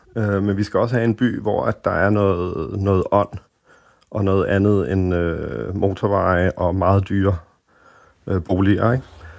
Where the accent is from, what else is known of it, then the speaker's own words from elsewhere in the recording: Copenhagen, Capital Region of Denmark, Denmark; Jamen, jeg er københavner og vokset op her, og jeg har altid synes, det var interessant med det her med formen på byen